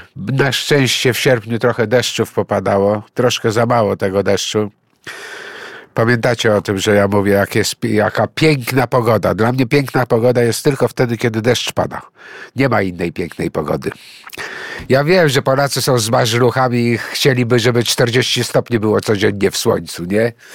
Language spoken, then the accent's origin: Polish; Greece; ja jestem Grekiem